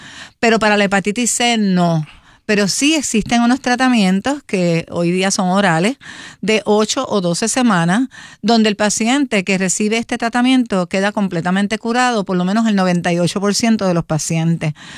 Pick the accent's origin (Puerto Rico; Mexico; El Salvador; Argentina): Puerto Rico